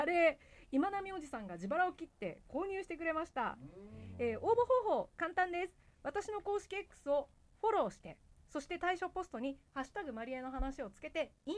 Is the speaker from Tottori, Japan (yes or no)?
yes; Tottori, Japan; moved away; 私のふるさと、まあ、鳥取県のね、